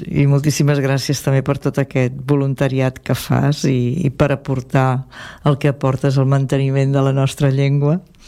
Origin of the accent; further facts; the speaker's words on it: Barcelona, Catalonia, Spain; jo sóc de Sants